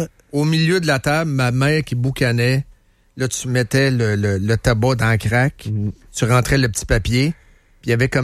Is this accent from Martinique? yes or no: no; Trois-Rivières, Quebec, Canada; born there; Moi, je suis né à Trois-Rivières.